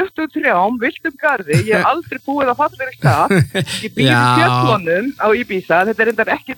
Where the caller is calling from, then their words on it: Ibiza, Balearic Islands, Spain; ég er frá Spáni